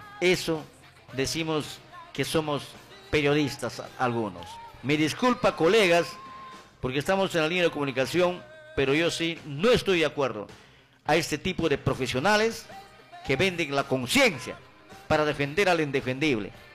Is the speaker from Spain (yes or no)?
no; Peru; ha sido vendido sus principios como ciudadano, como peruano, como periodista?